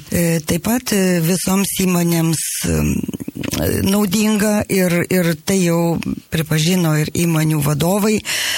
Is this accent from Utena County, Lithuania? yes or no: yes; Utena, Utena County, Lithuania; Aš pati esu gimusi ir užaugusi Utenoje. Utenoje kūriau savo kelią